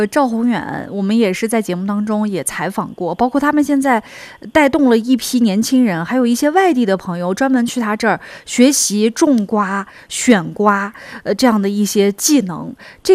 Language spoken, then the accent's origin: Chinese; Xinjiang, China; 我们新疆人